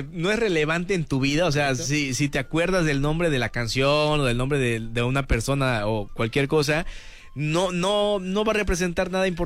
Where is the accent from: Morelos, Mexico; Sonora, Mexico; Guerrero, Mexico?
Guerrero, Mexico; Acapulco; somos de Acapulco.